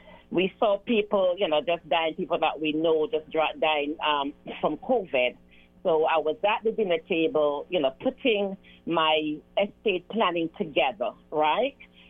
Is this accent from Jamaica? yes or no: yes; Jamaica; But for me, I grew up in Jamaica, seeing people around serving others.